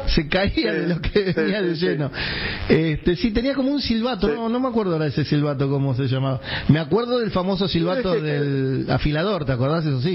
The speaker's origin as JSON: {"language": "Spanish", "country": "Argentina"}